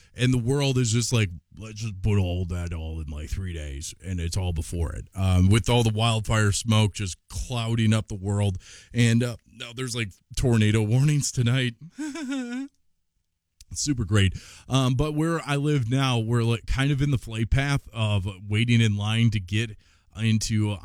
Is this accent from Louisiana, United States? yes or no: no; Wisconsin, United States; I grew up here in Northeast Wisconsin. I grew up like three blocks away from this radio station, to be exact.